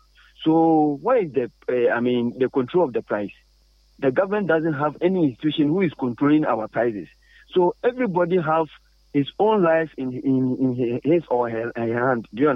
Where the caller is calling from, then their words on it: Ghana; from Kujukumino.